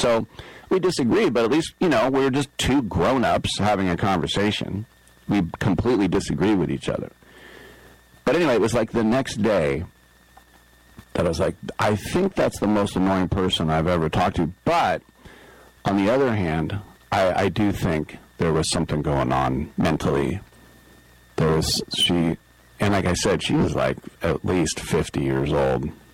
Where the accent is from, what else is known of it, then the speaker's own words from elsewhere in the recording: South Dakota, United States; North Dakota? How dare you? I'm from South Dakota.